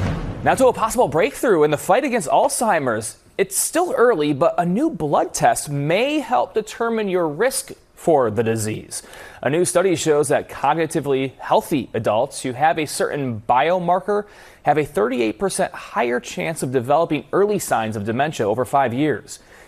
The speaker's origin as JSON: {"language": "English", "region": "Michigan", "country": "United States", "tie": "born or raised there", "said": "My home state, Michigan"}